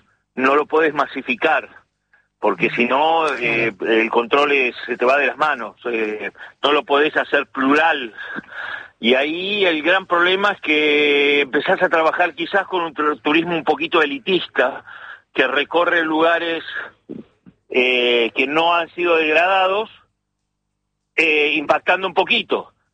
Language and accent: Spanish; Bariloche, Río Negro, Argentina; moved away as an adult; also born or lived in Paraguay / Misiones; Mira, yo crecí criado en Bariloche. Uh-huh. Tengo 67 años y a los 30 y pico me fui a Paraguay